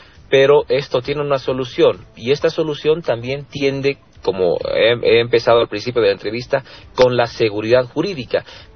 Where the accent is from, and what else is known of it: Bolivia